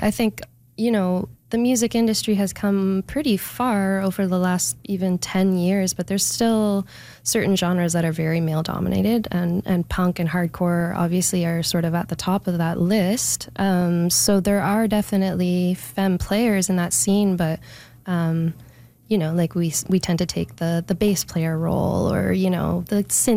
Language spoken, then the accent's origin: English; Fredericton, New Brunswick, Canada; now in Saint John, Canada; I grew up in Fredericton, but I have lived the last few years in St. John